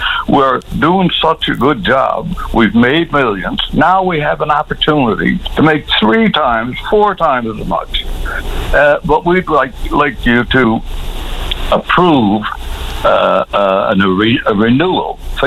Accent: Newfoundland and Labrador, Canada; as a Newfoundlander, I own 65% of a company called CFLCO.

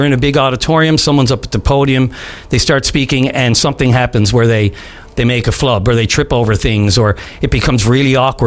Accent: Newfoundland and Labrador, Canada; I was offended as a Newfoundlander because I was there.

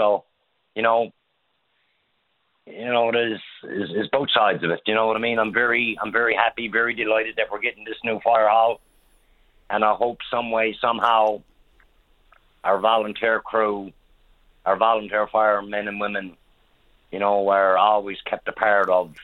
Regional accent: Newfoundland and Labrador, Canada; I grew up in Babel's Big Pond

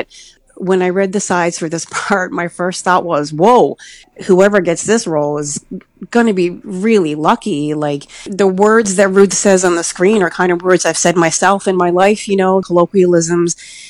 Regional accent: Newfoundland and Labrador, Canada; accent: Newfoundland; talking about the Newfoundland dialect and where I was from and where my accent's from and stuff.

